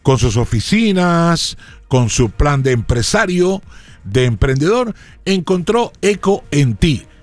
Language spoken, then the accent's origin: Spanish; Colombia